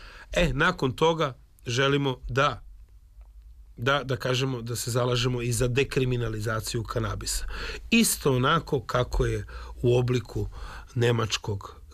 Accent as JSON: {"language": "Serbian", "town": "Majdanpek", "region": "Bor District", "country": "Serbia", "tie": "born or raised there", "said": "Ja potičem iz Majdanpeka. Ja sam tamo završio osnovnu i srednju školu. Odrasao sam na ivici južnog i severnog revira gde se kopa ruda."}